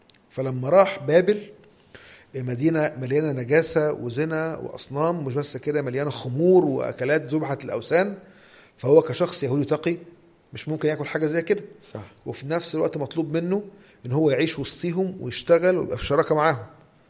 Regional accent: Egypt; في ناس يا كريم بلغتنا كمصريين بتتلكك

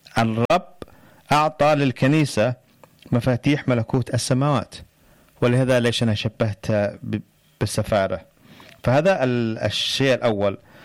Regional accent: Yemen; أنا مواطن يمني

